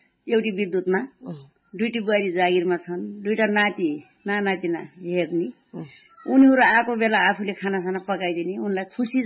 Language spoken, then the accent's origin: Nepali; Dang, Lumbini Province, Nepal; also born or lived in Pyuthan; पहाड़को ठाउँमा जन्म। अब प्युठानमा भए पनि अब हुर्किन हामी दाङमा हुन्छ।